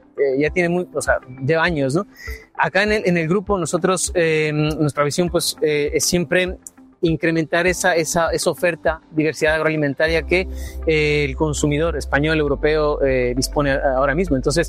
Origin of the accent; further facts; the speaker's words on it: Ecuador; now in Spain; Yo soy ecuatoriano.